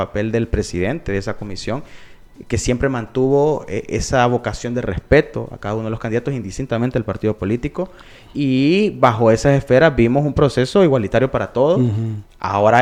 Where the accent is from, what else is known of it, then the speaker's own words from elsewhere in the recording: Honduras; como hondureño realmente considero que las decisiones que se toman ahí me afectan.